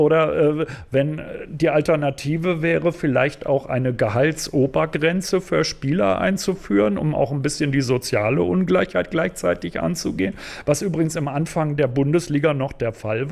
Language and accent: German; Berlin, Germany; Also ich bin selber aus Berlin und da wurde halt praktisch erst im Berlin-Brandenburger Raum